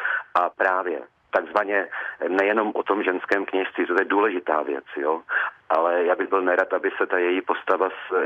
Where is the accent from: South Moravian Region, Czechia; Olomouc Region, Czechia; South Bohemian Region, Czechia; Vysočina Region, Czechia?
South Moravian Region, Czechia; Brno; A já samozřejmě, protože jsem rodilý Brňák, tak jako … je má jako jasné brněnské kořeny, tak já jsem se s tím setkával už od svého mládí.